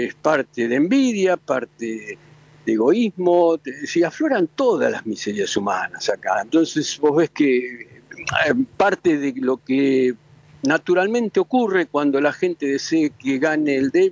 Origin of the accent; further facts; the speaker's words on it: Argentina; en mi caso y en cualquier argentino, pesa el hecho de la nacionalidad.